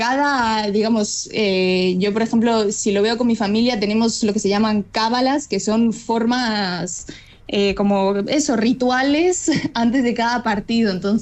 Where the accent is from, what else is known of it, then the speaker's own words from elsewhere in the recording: Spain; born there; Obviamente también yo nací en España, he vivido muchísimos años en España y sigue siendo mi tierra.